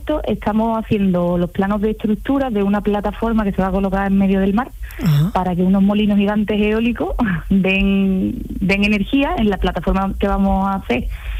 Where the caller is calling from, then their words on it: Andalusia, Spain; yo soy de la Sierra de Cádiz